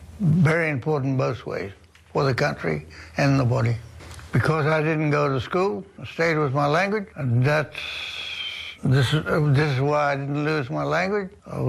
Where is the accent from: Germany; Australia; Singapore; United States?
Australia; Western Australia; my country's Upper Gascoyne on the Lions River.